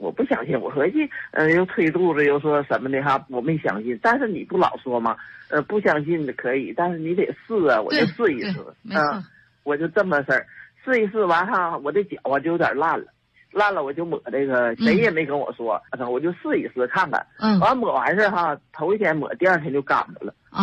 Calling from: Anshan, Liaoning, China; 我是鞍山人

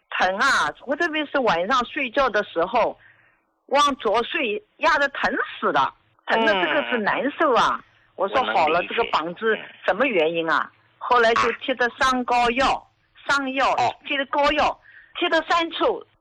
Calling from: Jiangsu, China; 我是江苏的。

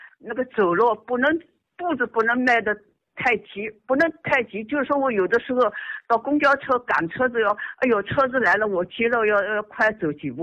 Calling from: Wuhu, Anhui, China; 我是芜湖的

